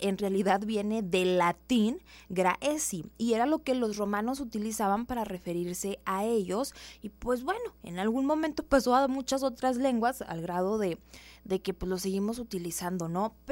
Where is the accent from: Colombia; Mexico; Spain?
Mexico; somos los indios mexicanos.